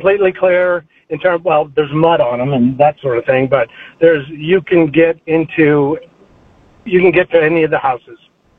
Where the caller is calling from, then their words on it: Carmel, Indiana, United States; I live on the Carmel side of the White River.